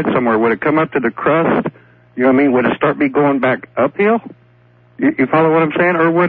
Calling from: Kansas, United States; I'm from Kansas.

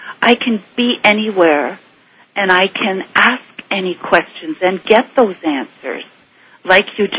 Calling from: Toronto, Ontario, Canada; I'm calling from Toronto. I'm listening on 640 Mojo.

